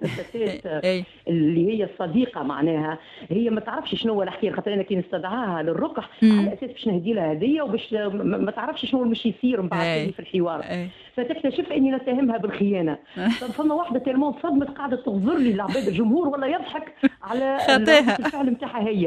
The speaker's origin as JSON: {"language": "Arabic", "country": "Tunisia", "said": "كان انا تونسيه"}